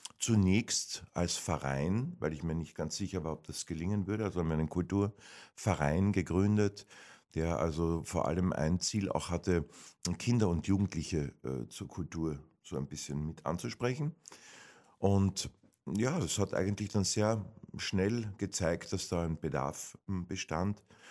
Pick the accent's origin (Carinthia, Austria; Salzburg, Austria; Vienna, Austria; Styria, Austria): Carinthia, Austria; accent: Carinthian; moved away as an adult; Und ich habe schon das Zuhause vermisst, ehrlich gesagt. Schön gewohnt und alles, ja, aber Kärnten ist leider eins, ne? Und da habe ich mir gedacht, 2012, nichts wie heim jetzt da. Ne? Koffer gepackt, heimgefahren. Schön ist daheim.